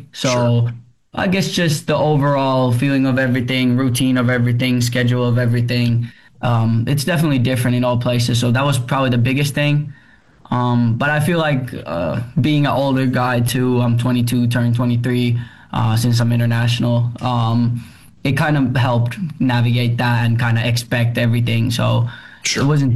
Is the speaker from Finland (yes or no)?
yes; Tampere, Pirkanmaa, Finland; moved away as an adult; also born or lived in Helsinki; now in Saint Paul, United States; I played all throughout, I think, U17 in Tampere, which is my hometown team, Tampere Saints.